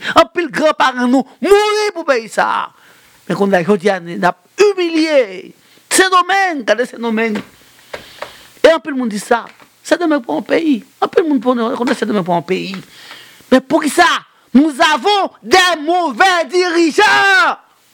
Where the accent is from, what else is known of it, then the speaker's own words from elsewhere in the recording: Haiti; mais je suis haïtien.